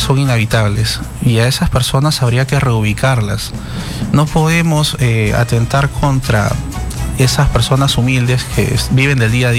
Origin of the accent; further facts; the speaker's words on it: Lima, Peru; soy hijo de San Juan de Urigancho, vivo más de 35 años en el distrito